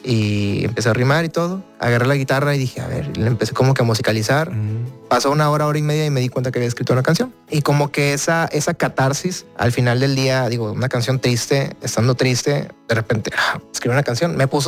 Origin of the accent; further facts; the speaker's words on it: Guadalupe, Nuevo León, Mexico; Del municipio de Guadalupe. Criado, nacido ahí.